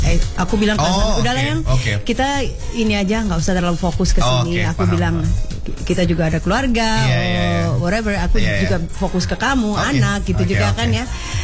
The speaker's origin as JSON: {"language": "Indonesian", "town": "Batu", "region": "East Java", "country": "Indonesia", "tie": "born or raised there", "said": "Dan tentunya keluarga aku juga semuanya di, okay, kampung halaman aku di Batu."}